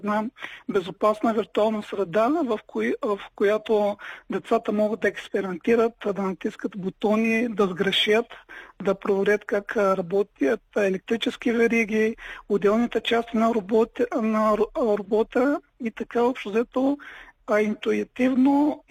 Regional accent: Slashten, Blagoevgrad Province, Bulgaria; moved away; в роден край, в начало в родното ми село Слащен

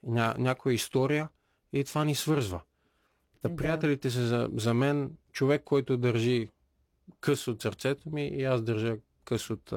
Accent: Vidin, Vidin Province, Bulgaria; moved away; Моят корен. Там, откъдето съм тръгнал, за мен България и Видин и Балей са една много предопределяща част от характера ми.

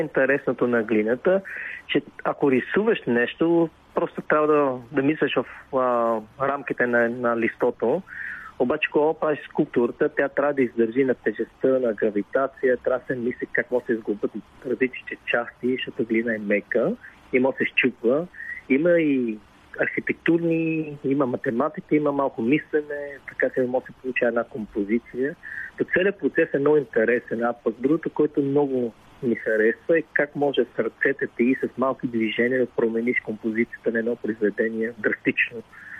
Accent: Vietnam; Bulgarian is a second language; moved away; also born or lived in Bulgaria / United States; съм от Виетнам. Сам дето съм живял на толкова различни места по света. Една трета от живота ми съм живял в Виетнам, две трети в България и една трета в Щатите.

